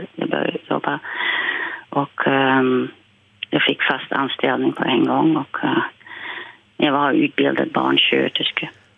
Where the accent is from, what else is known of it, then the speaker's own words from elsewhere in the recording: Silvolde, Gelderland, Netherlands; Dottinghem, nära Arnhem, nära tyska gränsen också, 30 kilometer ifrån. Jag är från Silvolde.